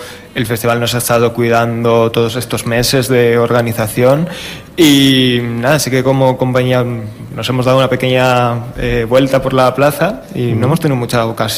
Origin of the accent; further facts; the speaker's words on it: Madrid, Community of Madrid, Spain; De Madrid. Claro, algunos son de Madrid, también gente de Andalucía, Teruel, bueno, Italia.